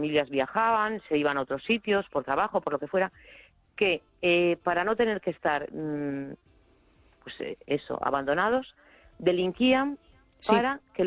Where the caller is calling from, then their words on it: A Coruña, Galicia, Spain; de La Coruña.